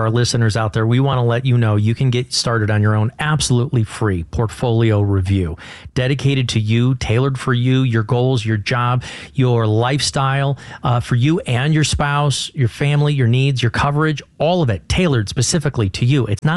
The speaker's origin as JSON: {"language": "English", "town": "Chicago", "region": "Illinois", "country": "United States", "tie": "born or raised there", "said": "And I got to say, I was born and raised in Chicago, so I've been a Blackhawks fan."}